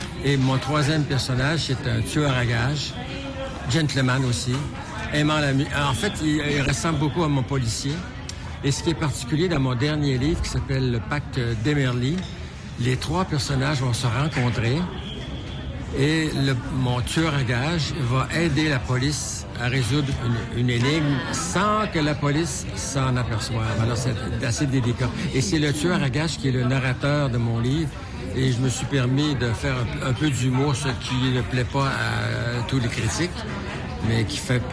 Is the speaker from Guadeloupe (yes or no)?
no; Quebec City, Quebec, Canada; vu que je suis de Québec, alors je peux être plus facilement ici hein, tous les jours.